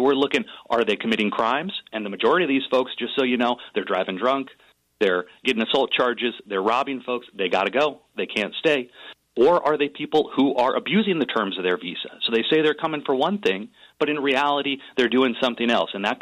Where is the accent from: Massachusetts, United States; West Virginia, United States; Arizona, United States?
Arizona, United States; I'm from Arizona